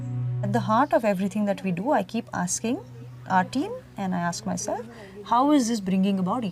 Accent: Pune, Maharashtra, India; I am from Pune, India.

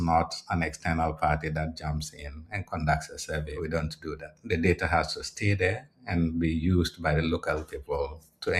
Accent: Ghana; I'm originally from Ghana. I don't get up from Ghana and go to Cameroon and do a survey or go to Nigeria and do a survey.

